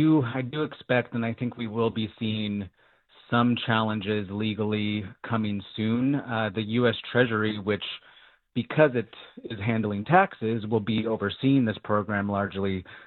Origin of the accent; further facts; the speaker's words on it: Las Vegas, Nevada, United States; Clark County, which is Las Vegas, my hometown, they are just bleeding students.